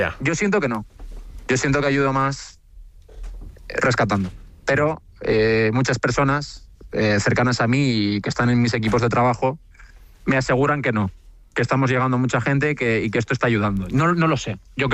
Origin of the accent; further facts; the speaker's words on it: Canary Islands, Spain; also born or lived in San Sebastián; Yo me crié en Fuerteventura, soy de Donostiarra, pero me crié en Fuerteventura.